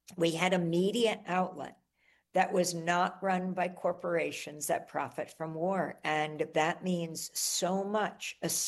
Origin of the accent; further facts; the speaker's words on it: Bay Shore, New York, United States; We grew up in Long Island in Bayshore, where you took the ferries to Fire Island.